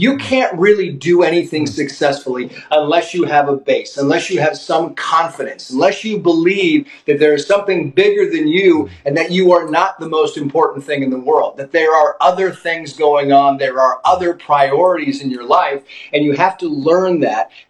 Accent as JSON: {"language": "English", "town": "San Diego", "region": "California", "country": "United States", "tie": "born or raised there", "said": "mean, we are Irish Catholics, and as you say, I grew up in San Diego"}